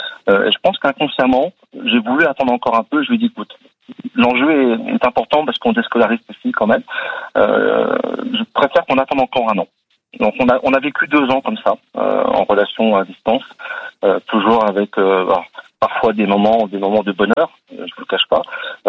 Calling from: Normandy, France; je vis en Normandie

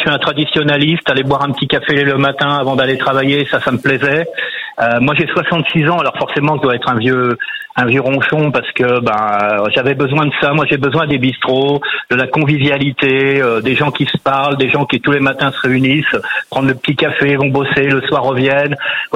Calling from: Brittany, France; Ah ben moi je suis breton

